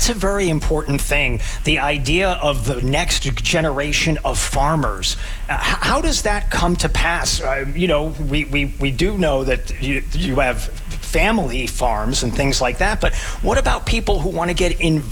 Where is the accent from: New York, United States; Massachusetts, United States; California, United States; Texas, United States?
Texas, United States; El Paso; I grew up in El Paso, Texas. Yes, I did. Absolutely.